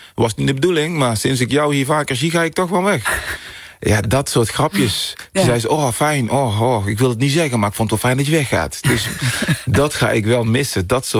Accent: Netherlands

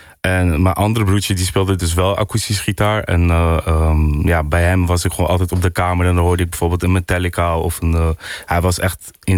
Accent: Gorinchem, South Holland, Netherlands; Ik kom uit Gorinchem.

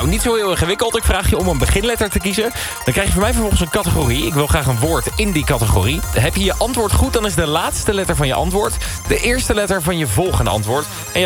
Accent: Nijmegen, Gelderland, Netherlands; Maar ik kom zelf uit Nijmegen. Zoveel water hebben we in Nijmegen ook weer niet.

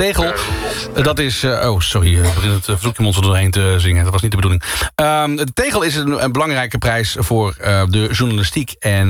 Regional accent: Limburg, Netherlands; accent: Limburg; Zit mijn Limburgs accent wat hier in de weg zit?

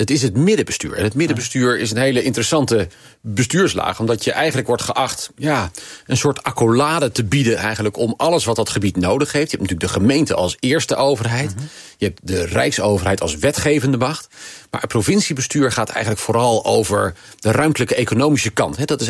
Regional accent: Zaamslag, Zeeland, Netherlands; also born or lived in Bruinisse / Alphen aan den Rijn; In 1977 ben ik geboren in Bruinisse. Daar heb ik toen nog 2 jaar gewoond. Toen ben ik naar Alphen aan den Rijn verhuisd en toen weer terug naar Zaamslag.

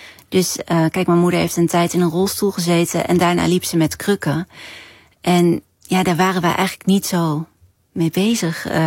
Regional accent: Vlijmen, North Brabant, Netherlands; Geweldige dorp waar ik ben opgegroeid.

